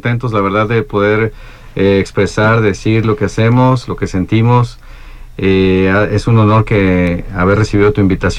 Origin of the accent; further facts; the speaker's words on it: Nayarit, Mexico; moved away; de donde vengo de Nayarit